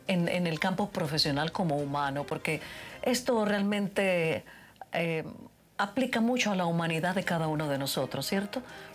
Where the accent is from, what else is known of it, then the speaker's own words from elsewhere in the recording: Panama; todos los panameños